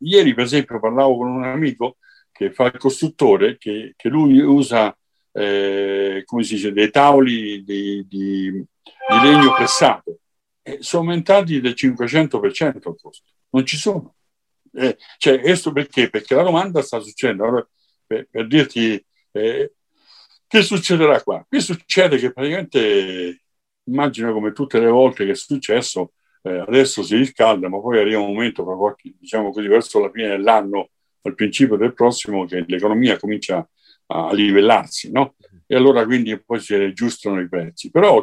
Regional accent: Chile; sì, certo, è un mio paese

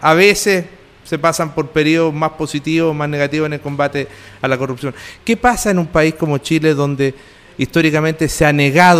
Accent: Italy; nosotros, bueno, como italianos

